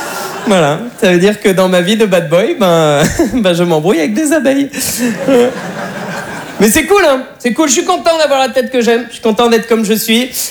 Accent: Berck-sur-Mer, Hauts-de-France, France

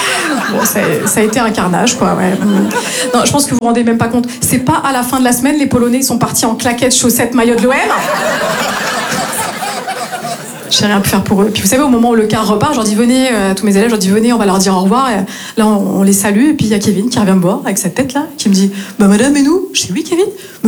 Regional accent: Grand Est, France; moved away as an adult; now in Marseille, France; Je viens du nord-est de la France. Et je me suis installée ici, à Marseille, il y a tout juste 3 ans et demi.

